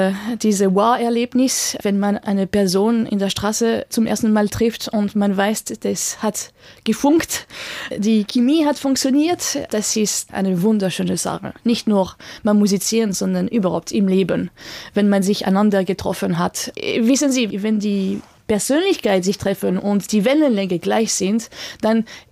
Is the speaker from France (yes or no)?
yes; France; also born or lived in Vienna, Austria / Germany; now in Austria; lebe in Österreich. Also meine musikalische Sprache ist wirklich Deutschromantik geprägt, obwohl ich Französin bin.